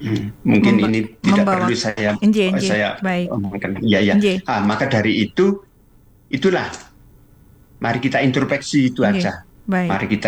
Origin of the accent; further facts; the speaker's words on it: East Java, Indonesia; saya ini orang Tengger